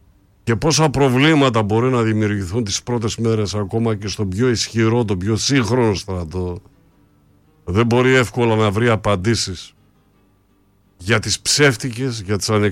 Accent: Greece; είμαι Έλληνας και δεν ξεχνώ την Κύπρο.

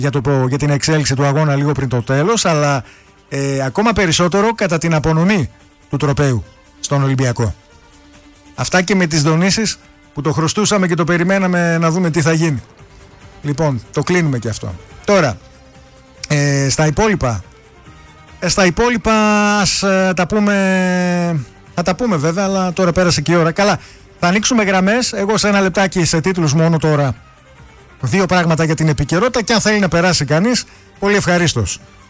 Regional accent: Greece; Έχουν βγει τα νέα αποτελέσματα ότι δουλεύουμε, λέει, τις περισσότερες ώρες ως Έλληνες από κάθε άλλον.

